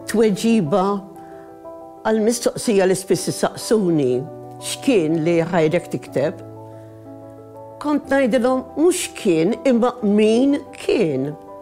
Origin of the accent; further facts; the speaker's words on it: Senglea, South Eastern Region, Malta; Sireni naturalment il-ħoss tal-alarm, aħna tal-Ista konna ngħidu la balomba. Imma in-naħħa l-oħra ta' Malta jgħidulu sireni.